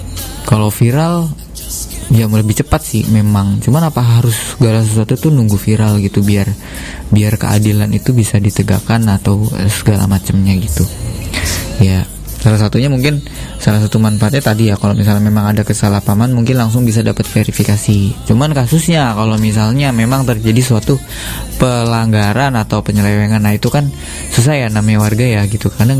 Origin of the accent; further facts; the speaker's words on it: Indonesia; kita emang warga Konoha WNI kan